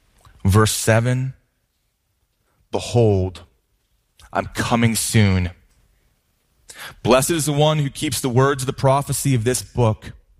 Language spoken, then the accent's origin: English; Lake Elmo, Minnesota, United States; Growing up in Lake Elmo, Minnesota, my family and I lived in the same house for 18 years.